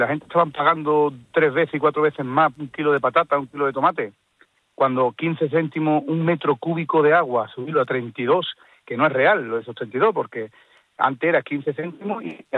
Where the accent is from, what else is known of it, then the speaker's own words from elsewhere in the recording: Paterna, Spain; Yo siempre pongo de ejemplo de cuando estaba de alcalde en mi pueblo, en Paterna